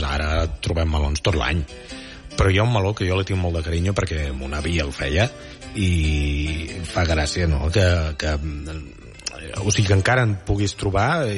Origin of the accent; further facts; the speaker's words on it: Catalonia, Spain; El jo, d'on soc jo originari, al Vallès, es feia bàsicament la blanca